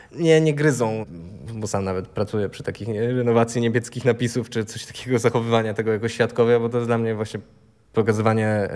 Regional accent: Wrocław, Lower Silesian Voivodeship, Poland; Jestem z Wrocławia, od urodzenia. Na początku mieszkaliśmy z rodzicami koło dworca, potem chyba na Powstańców, a później bardzo długi okres w Leśnicy, w kamienicy. Taka biedniejsza czynszówka, ale też fajna, też ładna i też z klimatem.

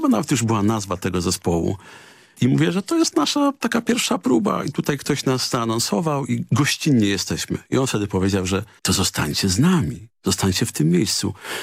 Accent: Tarnobrzeg, Subcarpathian Voivodeship, Poland; ponieważ pochodzę z Tarnobrzega i tam w duszpasterstwie dominikańskim się wychowałem.

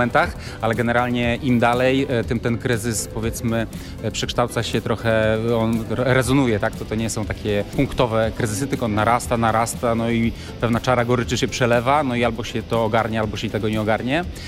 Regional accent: Warsaw, Masovian Voivodeship, Poland; Ja jestem generalnie z Warszawy

